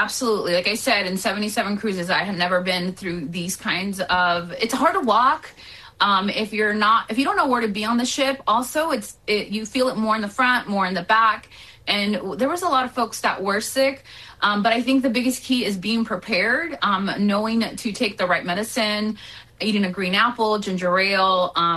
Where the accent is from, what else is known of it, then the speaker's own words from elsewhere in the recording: California, United States; I'm from California